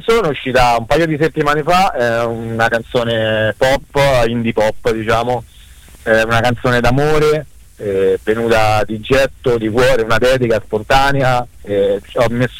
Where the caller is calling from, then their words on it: Civita Castellana, Lazio, Italy; Civita Castellana, mi trovo attualmente a Civita Castellana, tra provincia di Viterbo, ma tra Roma e Viterbo, diciamo, metà strada.